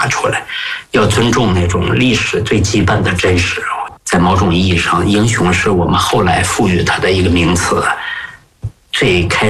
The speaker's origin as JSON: {"language": "Chinese", "region": "Heilongjiang", "country": "China", "said": "因为我本身是黑龙江人嘛，小说文目多，我对那块土地特别熟悉嘛。"}